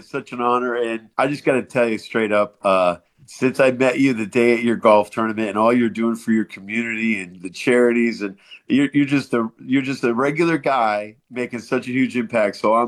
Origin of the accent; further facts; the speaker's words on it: Springfield, Massachusetts, United States; Springfield. it's a chance to put our town on the map. And just like you did for your town, I'm trying to improve my hometown.